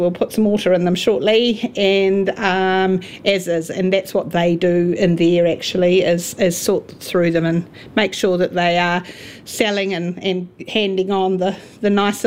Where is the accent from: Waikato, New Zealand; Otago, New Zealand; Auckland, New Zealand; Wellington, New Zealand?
Wellington, New Zealand; I was originally from the Wairarapa, but didn't actually ever think that we would be back here, but here we are.